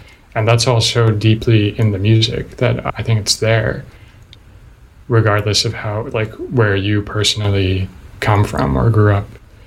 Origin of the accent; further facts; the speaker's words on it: United States; I'm American